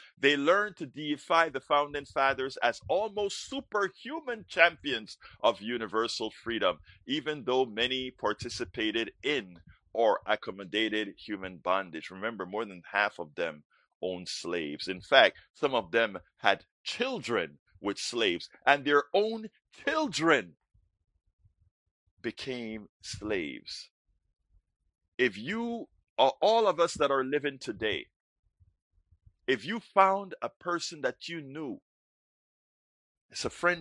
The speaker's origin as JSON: {"language": "English", "country": "Panama", "moved": "yes", "lives_now": "United States", "said": "I came from Panama. I revere what the United States has attained in and above what has happened in this country."}